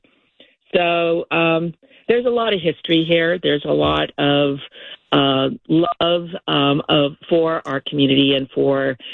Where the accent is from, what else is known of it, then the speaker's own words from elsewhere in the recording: Oceanside, California, United States; I was born and raised in Oceanside, so I graduated from high school in the 1974. And there were maybe 30, 40,000 people back then.